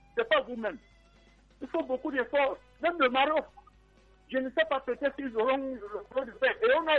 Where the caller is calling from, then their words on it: Cameroon; je suis français camerounais.